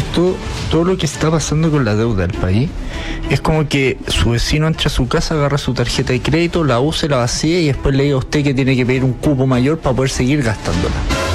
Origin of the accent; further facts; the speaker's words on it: Chile; los que pagan la deuda somos los chilenos.